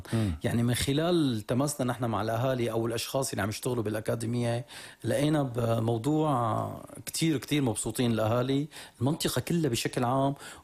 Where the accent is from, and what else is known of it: Syria